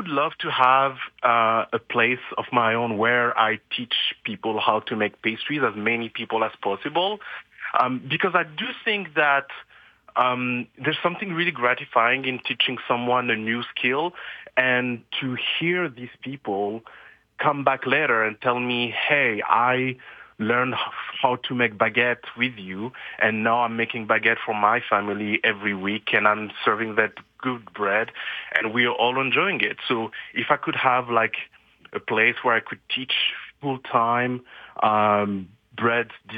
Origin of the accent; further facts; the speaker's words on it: Paris, Île-de-France, France; English is a second language; moved away as an adult; now in Calgary, Canada; So I was born and raised in Paris.